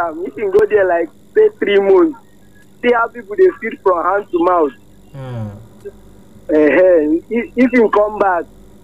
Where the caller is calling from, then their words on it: Makurdi, Benue, Nigeria; I'm calling from High Level.